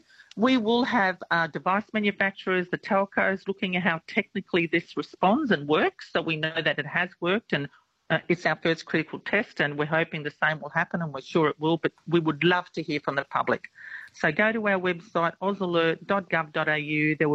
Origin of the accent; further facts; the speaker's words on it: Queensland, Australia; and I come from the Far North Queensland